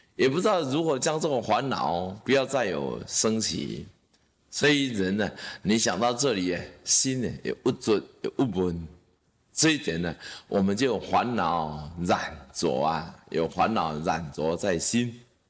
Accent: Taiwan; 然后我是台湾人啊，我不怕唔跟啊！

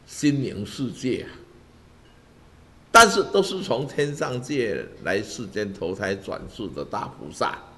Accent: Taiwan; 我们台湾人才说哦，日本很相信风水

